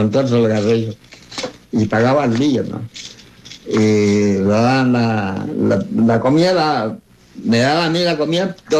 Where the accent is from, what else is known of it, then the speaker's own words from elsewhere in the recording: Argentina; born there; Y nací en Piedra Mala, Pampa los Cruz, fui chico. El Cruz fue en este lado, yendo para Chile, acá.